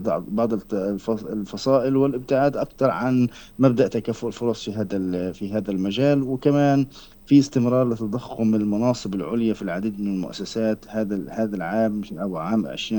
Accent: Palestine; المرتبط فينا كفلسطينيين وعلاقتنا مع المؤسسة الرسمية الحاكمة في فلسطين.

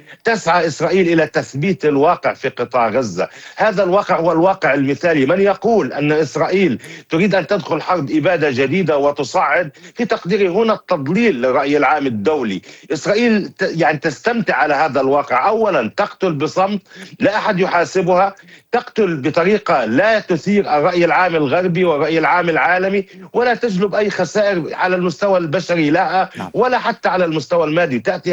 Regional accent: Palestine; نحن كشعب فلسطيني حركة تحرر وطني،

